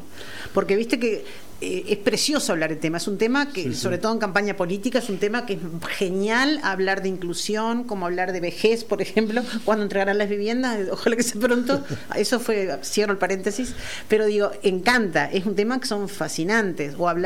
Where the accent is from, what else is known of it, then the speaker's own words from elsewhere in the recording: Uruguay; pero me duele y hasta me indigna un poco como uruguaya